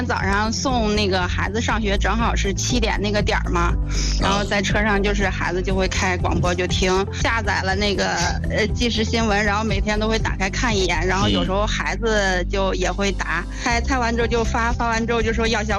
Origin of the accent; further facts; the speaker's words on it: Yanbian, Jilin, China; moved away as an adult; now in Langfang, China; 我其实我是东北人，吉林延边。哦，我是嫁到咱们河北这边的。哦。但是老家的话，算起来，其实我父亲老家也是河北这边的。